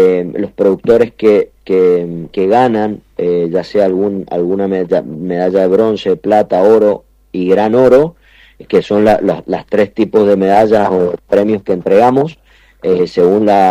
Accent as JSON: {"language": "Spanish", "region": "Mendoza", "country": "Argentina", "said": "nos sentimos y somos muy mendocinos y queremos mucho a nuestra provincia."}